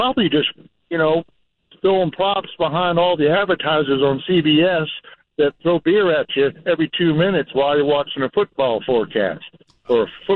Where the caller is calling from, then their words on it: Forney, Texas, United States; This is your … out in Forney.